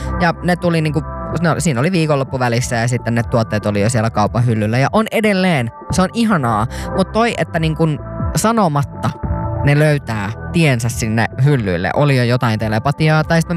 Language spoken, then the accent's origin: Finnish; Pori, Satakunta, Finland; mutta ei myöskään sitten vaikka tuolla kotikonnuilla Porissa ole löytynyt kaupoista.